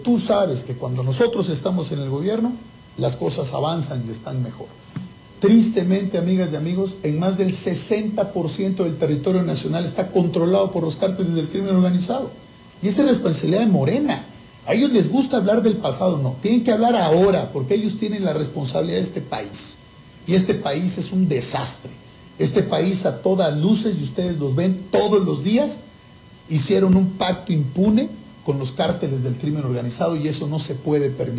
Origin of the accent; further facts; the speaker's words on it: Mexico; Antes de ser priistas, panistas o de cualquier partido, somos mexicanos o hay potosinos aquí.